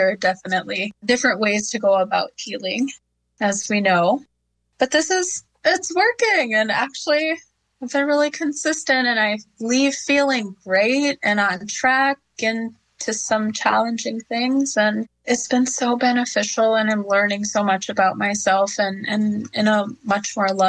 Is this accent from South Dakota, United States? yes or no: yes; South Dakota, United States; now in Shakopee, United States; I am full woman, and I am from Sisseton Wahpeton Oyate, and I am joining here in Shakopee, Minnesota.